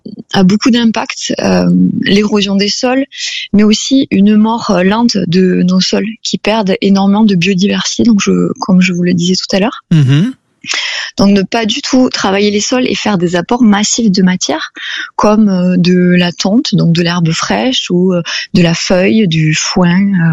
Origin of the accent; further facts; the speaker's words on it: Occitanie, France; moved away as an adult; Je suis née et j'ai grandi en Aveyron. Après, j'ai fait mes études à Toulouse, puis à Lille, dans le Nord, pour l'orthophonie. Et voilà. Donc, je suis revenue d'Amérique du Sud